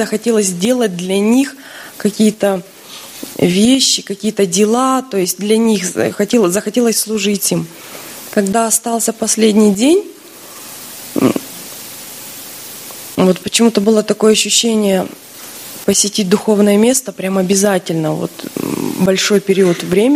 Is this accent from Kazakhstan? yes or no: yes; Kokshetau, Akmola Region, Kazakhstan; я из Кокштау.